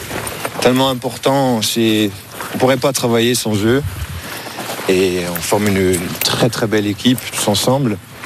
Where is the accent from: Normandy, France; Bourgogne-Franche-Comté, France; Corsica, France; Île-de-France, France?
Corsica, France; Oletta; Alors nous … on vient tous d'Aulette. On habite là depuis toujours. Moi, je suis né ici. Mon père est né ici. Il est né dans la maison dans laquelle j'habite d'ailleurs.